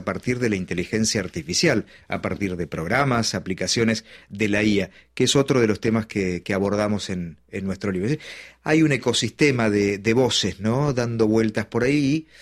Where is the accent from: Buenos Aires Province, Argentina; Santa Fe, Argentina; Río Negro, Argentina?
Buenos Aires Province, Argentina; Mar del Plata; Bueno, en Mar del Plata, en mi ciudad natal, escuchaba mi familia, escuchaba mucho la radio AM, Onda Media, ¿no?